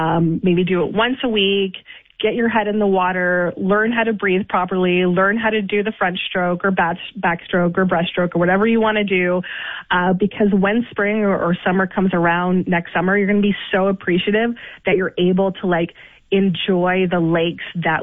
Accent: Windsor, Ontario, Canada; born there; moved away; I have lots of my mom's side of the family is in Windsor, so it's not just Tilbury. Like I grew up in Windsor. Like I grew up like going to Windsor every Sunday and having pasta with the family, and like that was most of my childhood.

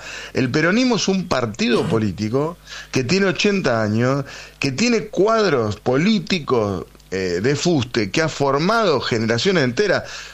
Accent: Argentina; fui como judío, que formo parte de esa comunidad, como uh-huh. peronista, como argentino

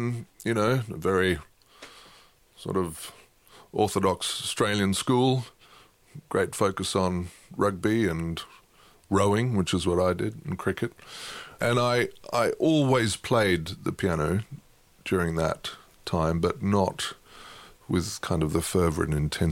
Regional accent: Lindenfels, Hesse, Germany; moved away; also born or lived in London, United Kingdom / Mannheim; Yeah, I was born in London because my dad was at Covent Garden at the time. And then we moved to Germany, to Mannheim. And then we moved to another place in Germany called Lindenfels, which is right in the middle of the Odenwald

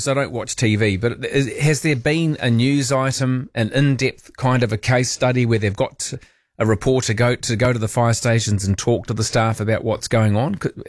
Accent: Christchurch, Canterbury, New Zealand; born there; I'm from Christchurch. Christchurch was where I was made and delivered.

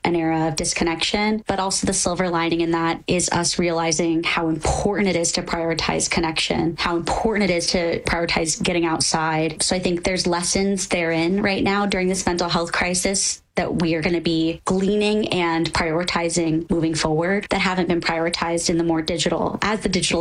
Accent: Henderson, Nevada, United States; being from Nevada, I grew up in Henderson.

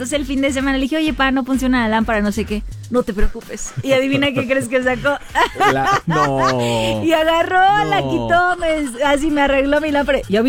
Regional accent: Puebla, Mexico; Que se vea que soy poblana.

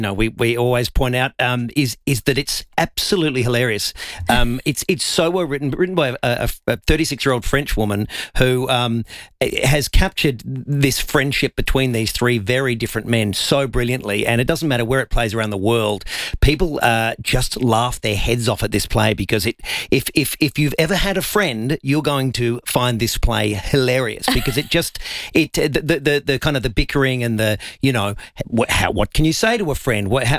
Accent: Adelaide, South Australia, Australia; And I'm from Adelaide, so it's very exciting for me because we're finishing up in my hometown

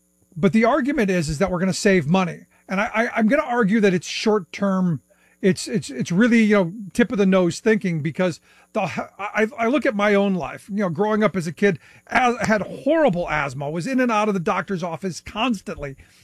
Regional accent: Cleveland, Ohio, United States; No, look, I grew up in Cleveland, and I often coin it the home of the reason you need an EPA and the Clean Water and Air Act. Because, look, Lake Erie when I was a kid was not a place you went into.

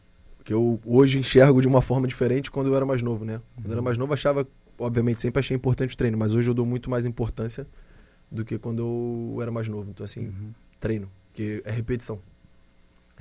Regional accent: Rio de Janeiro, Brazil; Eu como cresci no Rio

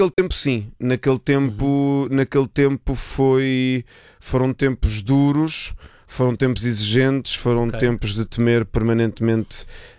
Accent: Lisbon, Portugal; born there; eu nasci em Lisboa, porque para mim é autoevidente, bolas, eu sou português

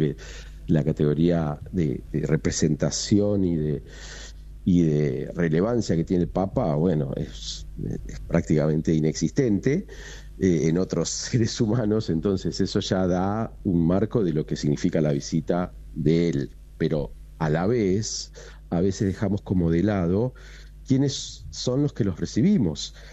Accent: Argentina; todos como argentinos, que somos un pueblo hospitalario

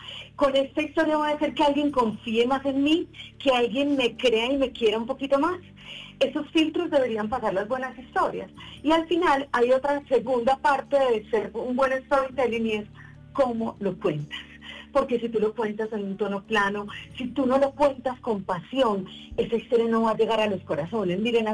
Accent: Titiribí, Antioquia, Colombia; moved away; yo soy de Titiribí, de un pueblito apartado donde el viento llega y se devuelve porque no hay nada que hacer.

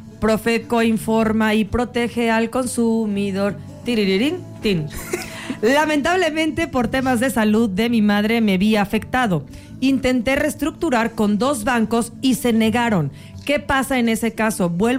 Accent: Querétaro, Mexico; Yo soy de Querétaro, ¿qué puedo hacer ahí?

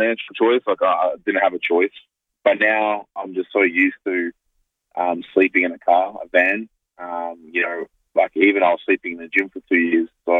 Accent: Adelaide, South Australia, Australia; now in Auckland, New Zealand; I grew up in North Haven and also Two Wells. Originally, when we first came to Adelaide, I was in Taparu, and then we moved in with my grandparents in North Haven. So that was sort of my area.

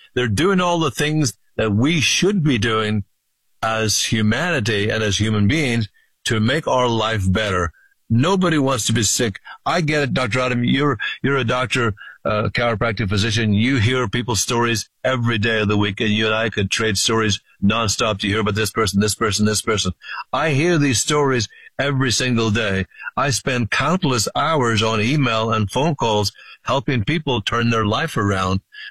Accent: Ireland; now in United States; People talk a good talk out here in California because I come from Ireland. We say in Ireland, he's full of blarney or she's full of blarney.

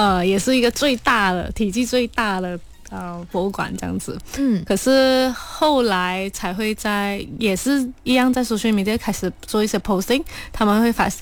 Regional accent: Kuala Lumpur, Malaysia; 我自己是一个磁场街长大的孩子，我读中孔国中，然后放学溜达的地方就是磁场街的这个区嘛

